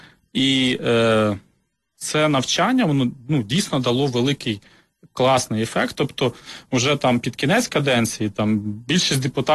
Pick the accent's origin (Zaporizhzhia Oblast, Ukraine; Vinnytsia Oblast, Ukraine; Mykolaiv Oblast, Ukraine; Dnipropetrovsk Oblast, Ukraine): Mykolaiv Oblast, Ukraine; born there; moved away as an adult; also born or lived in Hlukhiv, Sumy Oblast, Ukraine / Kyiv, Ukraine; Потім батьки мої переїхали на Миколаївщину, в село, де вся батькова родина, де мій батько народився. Там народилися мої брат і сестра. Але це північна частина Миколаївщини. Потім я там закінчив школу